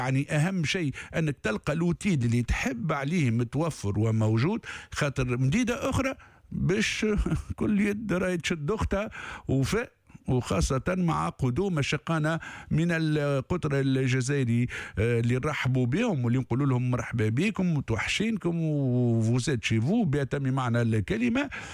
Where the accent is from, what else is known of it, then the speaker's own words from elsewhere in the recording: Tunisia; اللي عندنا في تونس.